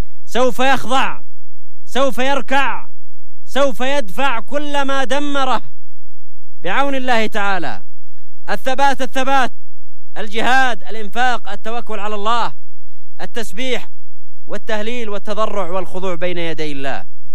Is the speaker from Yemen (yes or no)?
yes; Yemen